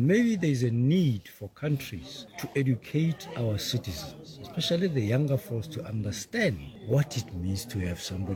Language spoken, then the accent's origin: English; Botswana; I come from Botswana. I've experienced that thing firsthand.